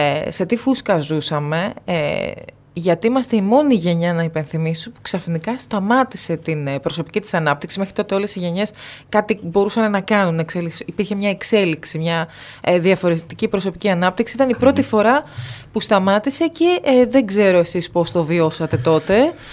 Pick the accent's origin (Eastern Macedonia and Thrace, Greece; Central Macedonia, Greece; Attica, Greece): Eastern Macedonia and Thrace, Greece; και εγώ βορειοελλαδίτσα είμαι, η καταγωγή μου είναι από τον Εύρο.